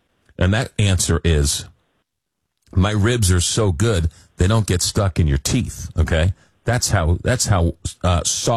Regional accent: New York, United States; Well, first of all, I'm from New York. So, no, I don't eat pizza with a fork. I fold my pizza like any self-respecting New Yorker.

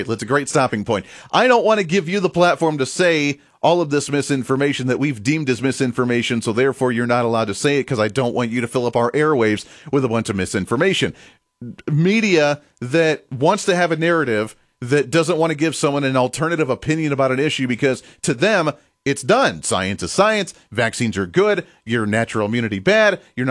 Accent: Kansas, United States; I'm from Kansas. Everybody around here loves, you know, President Eisenhower.

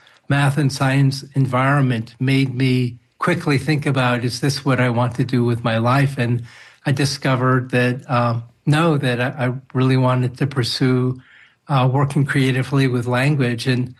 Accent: New York City, New York, United States; born or raised there; also born or lived in Manhattan / Long Island

